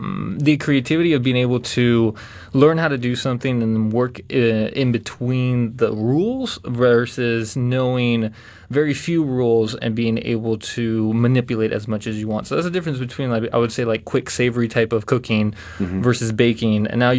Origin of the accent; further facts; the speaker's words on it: Zihuatanejo, Guerrero, Mexico; moved away as an adult; now in United States; I'm from Mexico in a small town called Ixtapas y Huatanejo. It's on the Pacific coast.